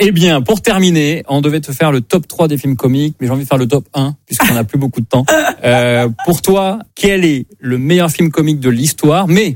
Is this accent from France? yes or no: yes; Southern France, France; je viens du Sud.